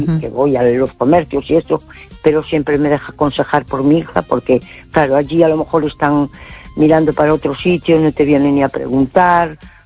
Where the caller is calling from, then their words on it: A Coruña, Galicia, Spain; de Coruña.